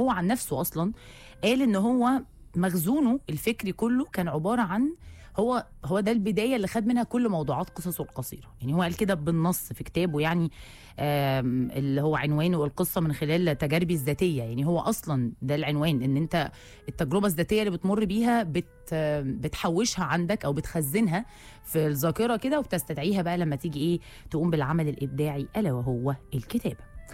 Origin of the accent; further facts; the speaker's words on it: Egypt; على اعتبار ان احنا كلنا كمصريين اطفال التلفزيون